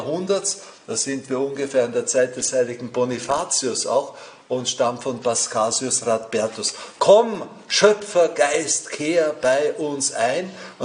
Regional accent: Austria; Bei uns in Österreich und ich glaube auch in Bayern und in anderen Ländern ein staatlicher Feiertag.

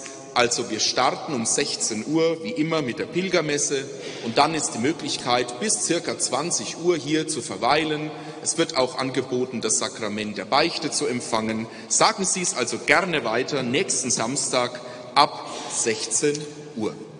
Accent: Schwebenried, Bavaria, Germany; Ebenso anwesend und aus meiner Heimat, aus Schwebenried, ist die Maria und der Edmund Sammet.

